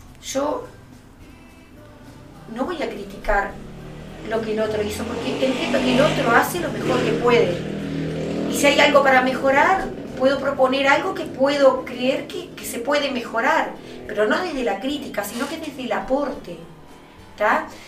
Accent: Pan de Azúcar, Maldonado, Uruguay; cuando me refiero a Maldonado me refiero a departamento, porque yo soy Pan de Azúcar, Piriápolis, San Carlos

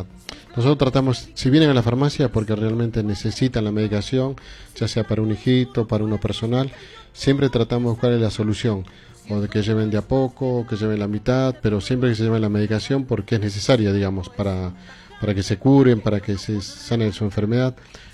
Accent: La Paz, Bolivia; now in Buenos Aires, Argentina; yo soy de La Paz, ¿no?, de Bolivia.

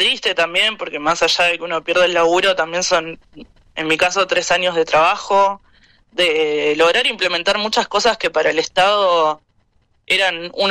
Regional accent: Chubut, Argentina; No, yo soy de Chubut. Yo soy de Chubut. No estoy evaluando la posibilidad de volver, pero bueno, quizás me toque, no lo sé.

